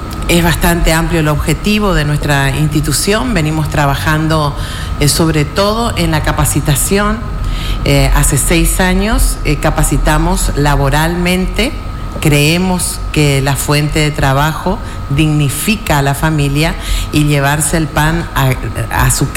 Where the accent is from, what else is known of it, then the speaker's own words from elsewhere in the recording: Chaco, Argentina; Yo que vengo del Impenetrable